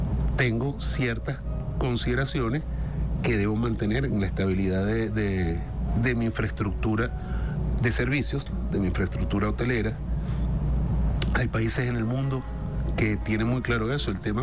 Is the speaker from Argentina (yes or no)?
no; Venezuela